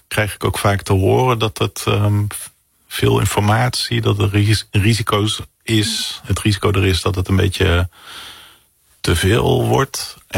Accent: North Brabant, Netherlands; Ik kom ook uit Brabant

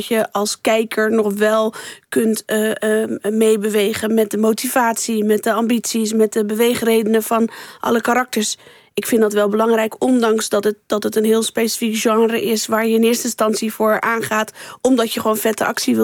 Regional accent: Rotterdam, South Holland, Netherlands; Ik kom zelf uit een grootstedelijk gebied. Ik kom uit Rotterdam.

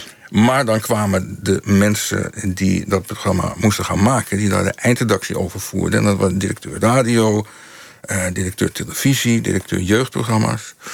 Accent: Netherlands; born there; Ja, want ik ben in Nederland geboren.

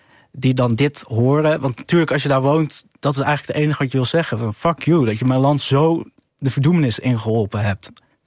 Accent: Sudan; een bewerking van een heel oud Soedanees nummer over mijn thuisland, de goede dagen in mijn thuisland.

